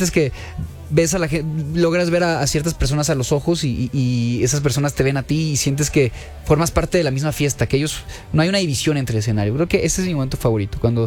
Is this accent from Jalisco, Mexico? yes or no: no; León, Guanajuato, Mexico; born there; hay ciudades que son muy lejos de mi casa, de donde yo nací, de León, Guanajuato